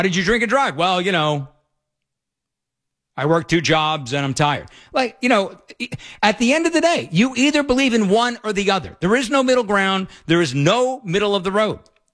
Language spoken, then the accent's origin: English; United States